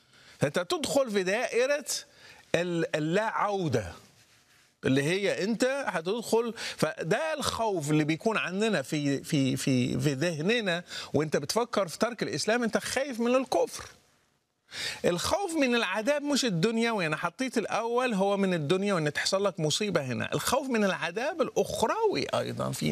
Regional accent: Morocco; لأنه كان عندنا في المغرب فكرة أو من ضمن التخويف أنه لو ما صليتش ممكن تتدارك الأمر

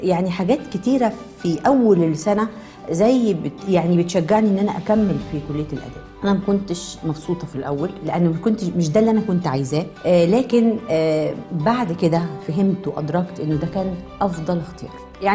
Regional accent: Minya, Minya Governorate, Egypt; moved away; لان انا جاية من المنيا يعني مش من القاهرة

